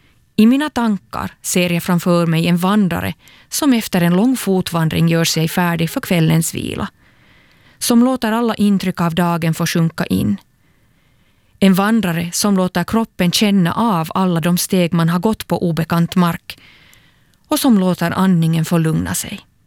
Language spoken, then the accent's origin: Swedish; Turku, Southwest Finland, Finland